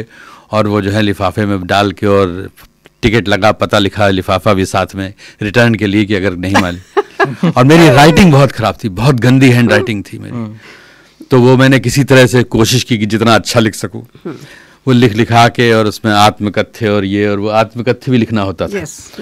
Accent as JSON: {"language": "Hindi", "town": "Rae Bareli", "region": "Uttar Pradesh", "country": "India", "lives_now": "United Kingdom", "said": "मैं आया हूँ रायबरेली से, रायबरेली का रहने वाला हूँ"}